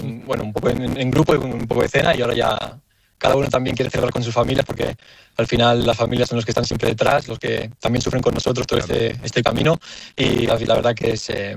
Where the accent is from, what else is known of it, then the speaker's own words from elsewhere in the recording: Barcelona, Catalonia, Spain; nací en Barcelona y fue al colegio en Barcelona desde pequeño. Y pues bueno, es lo que pasa, pero al final también las raíces argentinas no se pierden más que... Aunque el acento suene diferente.